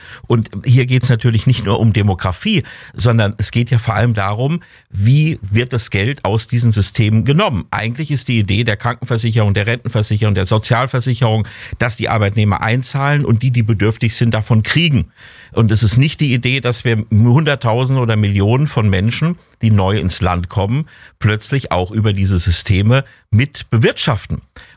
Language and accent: German; Germany; wo wir als Deutsche auch Vorteile haben